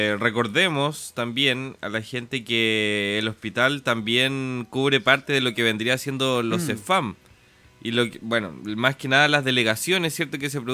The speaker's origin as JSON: {"language": "Spanish", "country": "Chile"}